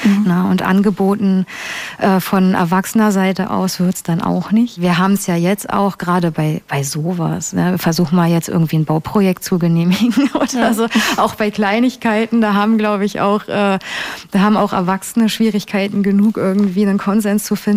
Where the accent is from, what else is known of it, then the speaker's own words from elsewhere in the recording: Brandenburg, Germany; Ja, also ich bin Brandenburger Dorfkind. Tatsächlich, ich bin 1990 geboren